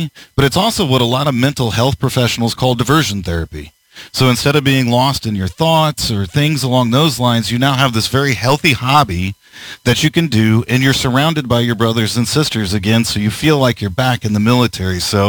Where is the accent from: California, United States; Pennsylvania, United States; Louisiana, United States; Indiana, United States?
Indiana, United States; Indianapolis; I grew up here in Indianapolis, a race fan